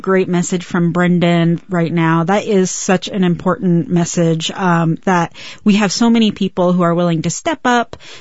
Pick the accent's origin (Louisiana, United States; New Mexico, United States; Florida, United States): Florida, United States; Daytona Beach; my hometown of Daytona Beach.